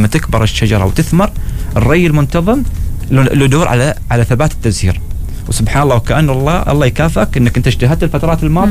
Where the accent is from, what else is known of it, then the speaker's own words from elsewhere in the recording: Oman; معظم الزراعه عندنا في عمان، انا اتكلم عن شناص وعن الباطنه خاصه،